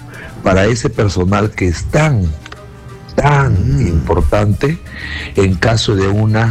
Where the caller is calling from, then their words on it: Pucallpa, Ucayali, Peru; De la ciudad de Pucallpa.